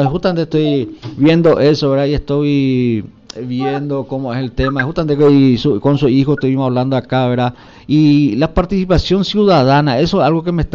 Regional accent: Pedro Juan Caballero, Amambay, Paraguay

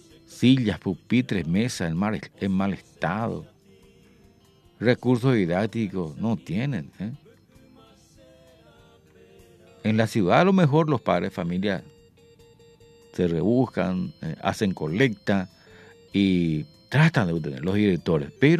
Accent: Paraguay; somos paraguayos

